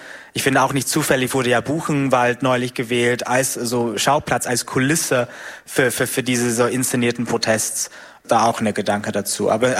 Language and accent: German; United Kingdom; German is a second language